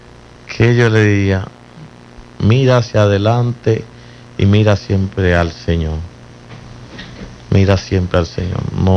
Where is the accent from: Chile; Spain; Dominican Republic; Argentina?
Dominican Republic; Villa González, Santiago; Del cruce de Quinigua, Villa González.